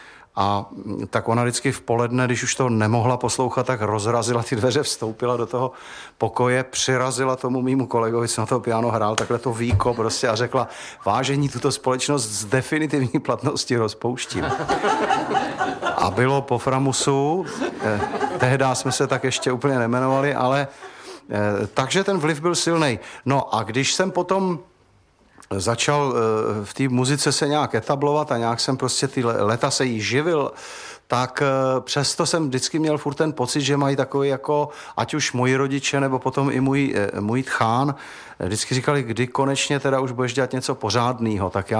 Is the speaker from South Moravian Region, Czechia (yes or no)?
no; Prague, Czechia; Tak, celý život jsem v Praze žil, až do loňského roku.